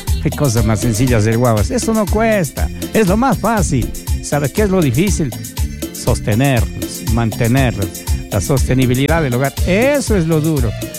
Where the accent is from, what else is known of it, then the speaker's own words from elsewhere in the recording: Ambato, Tungurahua, Ecuador; Saludos, don Ambate, desde Ambato, mi tierra, mi estimada.